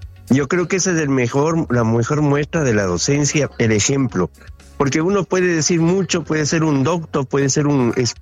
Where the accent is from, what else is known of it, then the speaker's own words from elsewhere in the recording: Ecuador; en Ecuador, yo soy de Ecuador